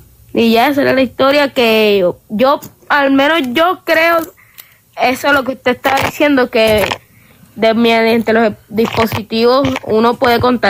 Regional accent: Cartagena, Bolívar, Colombia; Bueno, pues vea que yo soy de acá, de Cartagena

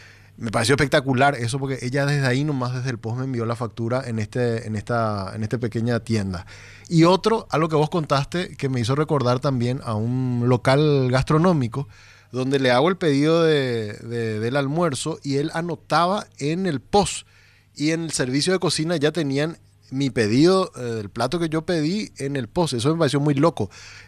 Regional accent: Paraguay; me siento orgulloso como paraguayo

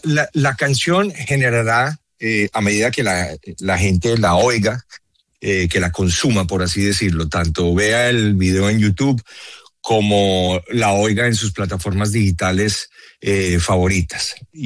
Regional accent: Colombia; Bien, pues yo creo que somos unos colombianos más ayudando, ¿no?

